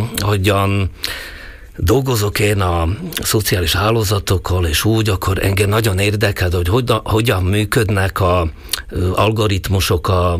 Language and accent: Hungarian; Slovakia; Hát, mert én a szlovák-magyar vagyok